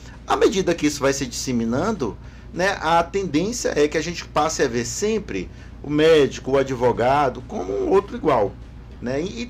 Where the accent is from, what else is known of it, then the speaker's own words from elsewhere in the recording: Jacareci, Brazil; moved away; also born or lived in Assis; Sou de Jacareci.